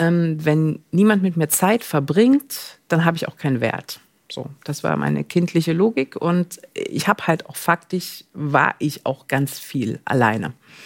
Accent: East Germany, Germany; Also ich bin halt im Osten groß geworden und wie viele Lebensläufe im Osten ganz früh in die Kita gegeben worden, Vollzeit, also mit 8 Monaten in die Kita, mit 9 Monaten trocken.

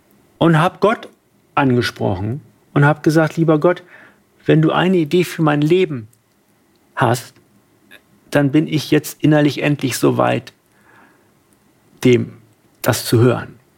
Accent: Hamburg, Germany; ich dann erstmal nach dem Everest nach Hamburg zurück bin, wo ich herkomme.

